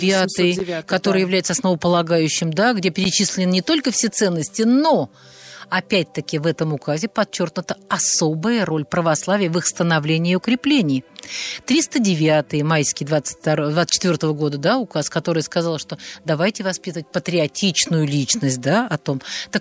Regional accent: Belarus; Мы, кстати, тоже с Белоруссии.

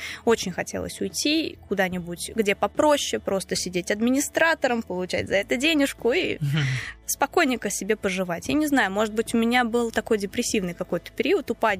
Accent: Nizhny Novgorod, Nizhny Novgorod Oblast, Russia; Естественно, что я нижегородка, я никуда уезжать в другой город не хочу. Мне здесь комфортно, мне здесь хорошо

